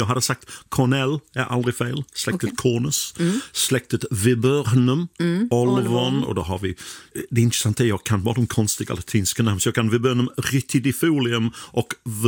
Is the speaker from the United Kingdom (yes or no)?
yes; England, United Kingdom; Swedish is a second language; now in Sweden; Och jag kan säga att Ingmar Stenmark, han var ändå en hjälte för mig när jag var liten i England och kollade på skidåkning på lördag eftermiddag.